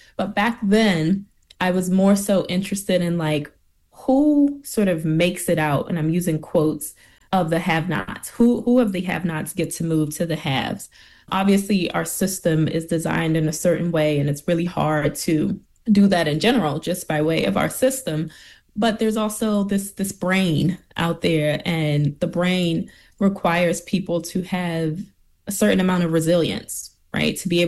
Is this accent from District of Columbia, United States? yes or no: yes; Washington, District of Columbia, United States; I grew up in Washington, D.C., in sort of like the outskirts, the border of Northeast D.C. and Prince George's County.